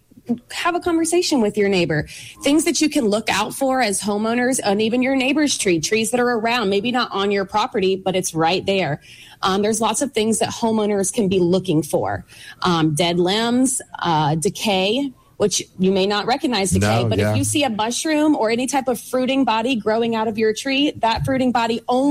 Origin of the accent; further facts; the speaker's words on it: Tallahassee, Florida, United States; So Tallahassee is my hometown. Born and raised, never left. All my people are here, my friends, my family.